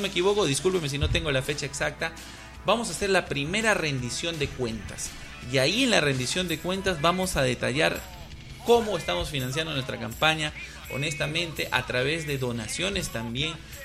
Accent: Peru; Yo soy de Nuevo Horizonte

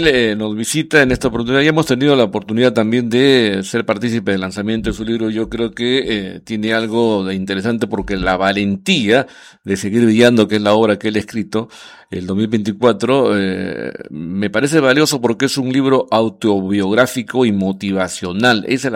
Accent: Trujillo, La Libertad, Peru; moved away; yo soy de Trujillo

